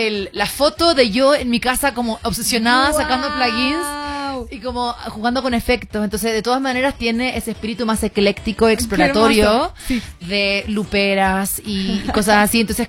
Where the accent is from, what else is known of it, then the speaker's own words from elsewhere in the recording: Chile; Yo soy de Chile. Aquí he venido en otras ocasiones, pero me presento igual a todos los amigos de hoy. Si no me conocen, soy de Chile, soy cantautora chilena